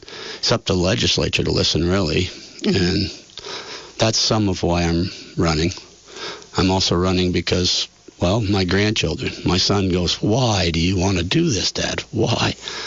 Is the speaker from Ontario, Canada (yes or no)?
yes; Barrietown, Ontario, Canada; Grew up in Barrietown. I was born in Barrie City Hospital, which no longer exists. I'm the fifth generation.